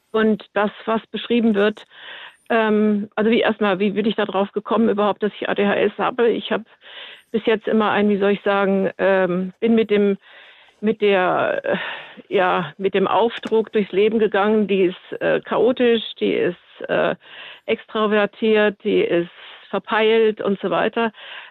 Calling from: Bad Wiessee, Bavaria, Germany; genau. Ich rufe aus Bayern an, aus Bad Wiessee.

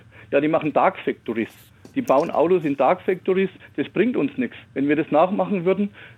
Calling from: Kronach, Bavaria, Germany; Wir haben viele Zulieferer hier in Oberfranken. Ich komme aus der Kronacher Ecke.

